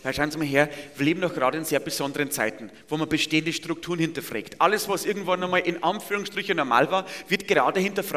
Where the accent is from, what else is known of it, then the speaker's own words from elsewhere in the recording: Bavaria, Germany; Ja, bei uns in Niederbayern sagt man Glowschneider, das kannst du immer brauchen.